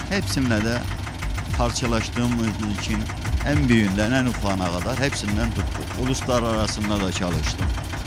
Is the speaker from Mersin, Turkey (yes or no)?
yes; Mersin, Turkey; Mersin'de doğdum, Mersin'de büyüdüm.